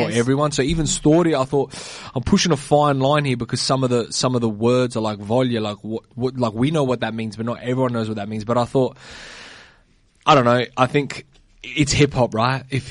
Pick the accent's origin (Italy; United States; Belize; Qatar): Italy; as Italians, you know, we come from Romans, we come from that.